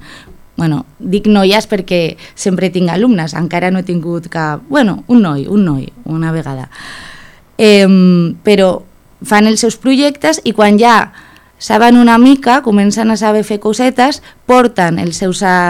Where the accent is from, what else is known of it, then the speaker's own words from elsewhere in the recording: Madrid, Community of Madrid, Spain; Catalan is a second language; also born or lived in Valladolid / Barcelona; now in Argentona, Spain; Jo sóc de Madrid, vaig viure molt temps de la meva vida a Valladolid i bueno, vaig fer un Erasmus a Itàlia